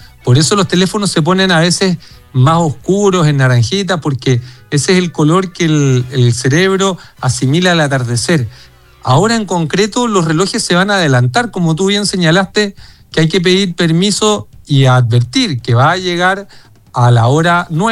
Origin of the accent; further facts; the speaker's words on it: Chile; somos chilenos por igual